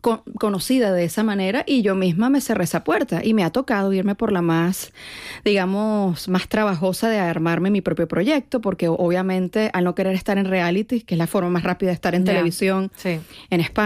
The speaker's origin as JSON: {"language": "Spanish", "country": "Venezuela", "lives_now": "Madrid, Spain", "said": "tengo 10 años que no voy a Venezuela también. En 10 años ha cambiado muchísimo el país."}